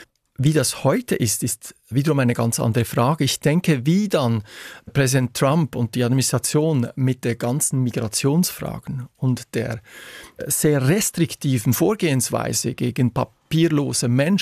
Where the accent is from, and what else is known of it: Switzerland